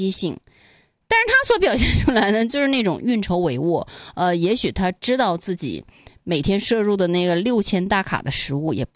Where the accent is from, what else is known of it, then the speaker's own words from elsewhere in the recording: China; 而且我觉得在这个过程当中啊，我们再次有一种作为中国人的荣耀。